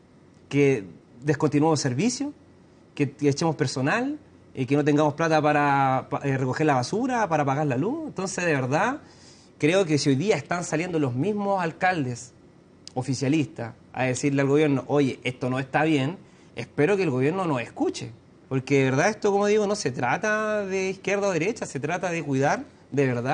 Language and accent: Spanish; Chile; Y creo que hoy día eso no afecta como chilenos porque finalmente tampoco es mi idea como alcalde venir a CNN